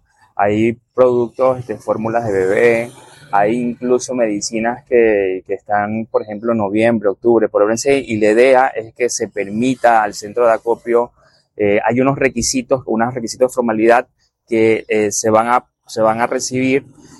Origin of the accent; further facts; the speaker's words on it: Venezuela; now in Tarapoto, Peru; nosotros como venezolanos también hemos organizado la ropa